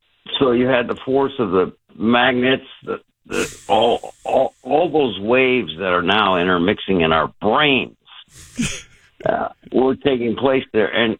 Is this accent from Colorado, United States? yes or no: no; Silicon Valley, California, United States; now in Somerset, United States; I grew up in Silicon Valley